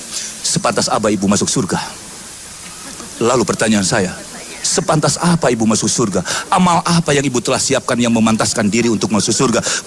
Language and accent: Indonesian; Garut, West Java, Indonesia; Saya dari Garut. Kalau pernah ke Garut?